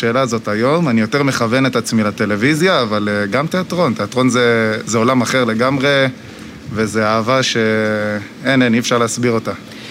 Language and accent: Hebrew; Ashkelon, Southern District, Israel; אני מאשקלון, בן 28.